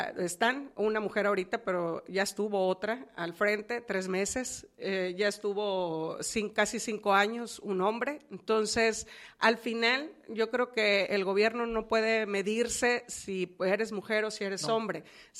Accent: Mexico

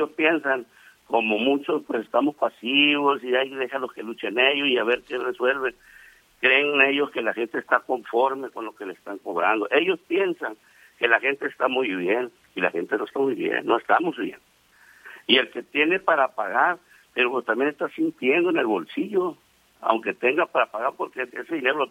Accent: Mexico

